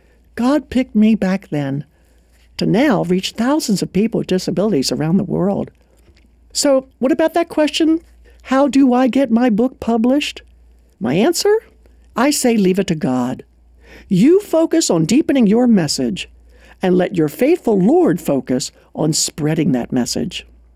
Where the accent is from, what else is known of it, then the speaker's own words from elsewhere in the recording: Baltimore, Maryland, United States; my hometown of Baltimore.